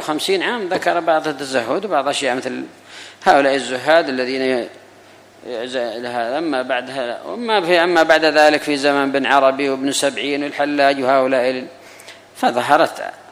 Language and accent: Arabic; Yemen; أما عندنا في اليمن ما هو معدن التشيع،